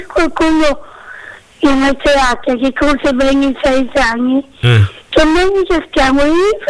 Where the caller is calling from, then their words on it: Rossano, Calabria, Italy; Sono di Rossano